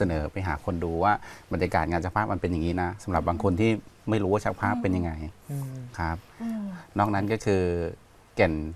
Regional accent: Surat Thani, Thailand; born or raised there

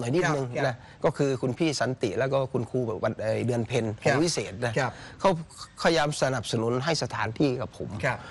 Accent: Khon Kaen, Thailand; moved away as an adult; now in Phetchabun, Thailand; จริงๆก็คือผมเป็นคนต่างจังหวัดผมเป็นคนขอนแก่นผมมาอาศัยอยู่ที่จังหวัดเพชรบูรณ์

